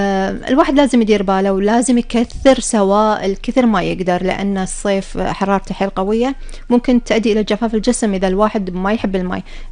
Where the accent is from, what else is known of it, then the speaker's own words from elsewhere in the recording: Kuwait; بس يعني احنا كويتيين خلاص تأقلمنا، تعودنا على هالجو، سواء حار غبار رطوبة نعشق هالديرة ونعشق جوها بكل حالاته.